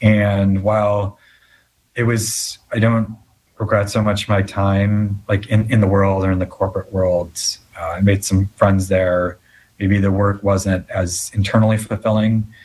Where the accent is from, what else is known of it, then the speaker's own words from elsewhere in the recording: Naperville, Illinois, United States; But then that was the only real Christian preschool in my hometown of Naperville, or at least walking distance, I guess.